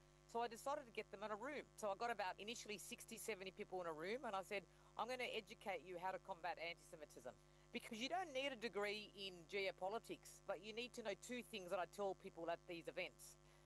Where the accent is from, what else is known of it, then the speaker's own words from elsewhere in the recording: Australia; I said, I'm not Jewish. I'm just an Australian.